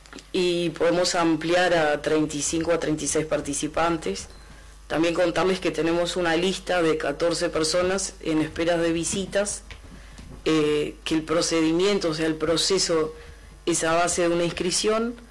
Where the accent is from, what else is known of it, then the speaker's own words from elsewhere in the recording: Tranqueras, Rivera, Uruguay; todos los funcionarios que hoy contemplan el equipo de trabajo somos de Tranqueras.